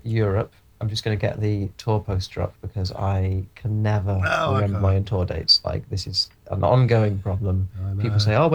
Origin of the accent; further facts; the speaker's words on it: Scotland, United Kingdom; I grew up in Scotland, so I've got quite a connection to that sort of music